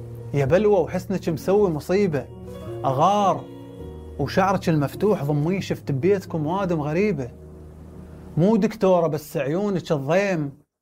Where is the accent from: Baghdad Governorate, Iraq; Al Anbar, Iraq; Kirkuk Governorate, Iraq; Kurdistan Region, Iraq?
Kirkuk Governorate, Iraq; Kirkuk; كل شعراء كركوك، كل شعراء مدينتي